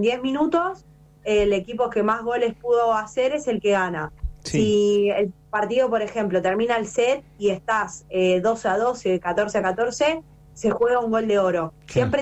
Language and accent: Spanish; Rawson, Chubut, Argentina; Yo me crié en Rawson cuando estaba estudiando en el profesorado de Educación Física